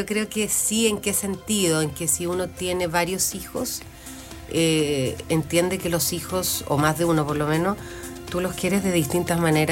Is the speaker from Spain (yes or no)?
no; Chile; somos todos chilenos, pero no somos todos iguales.